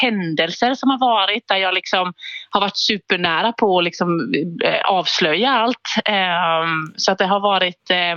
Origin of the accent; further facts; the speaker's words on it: Småland, Sweden; Men han är från Dalarna och jag är från Småland, så att vi landar någonstans mitt emellan.